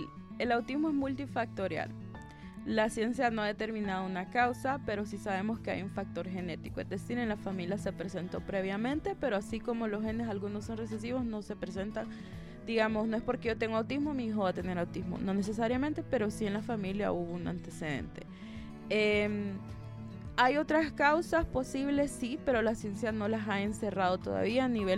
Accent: Honduras; Yo especialmente soy hondureña y no estudié aquí

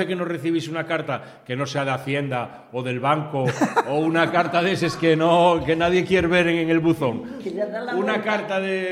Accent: Vigo, Galicia, Spain; Mi madre, por ejemplo, cuando vinimos de Vigo para acá, cuando llamaba por ejemplo, a Maribel, que es una amiga de Vigo

